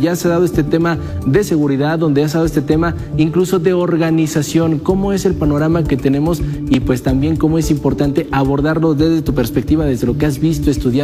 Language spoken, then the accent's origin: Spanish; Mexico; esos tabús que seguimos teniendo como sociedad mexicana.